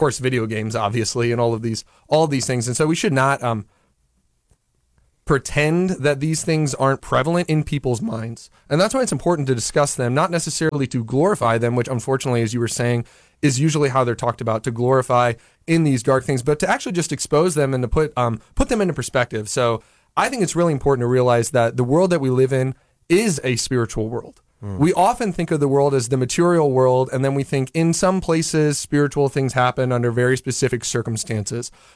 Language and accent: English; St. Louis, Missouri, United States; And I'm from St. Louis, Missouri, and I'm from North County, and there's a little bit of street cred there.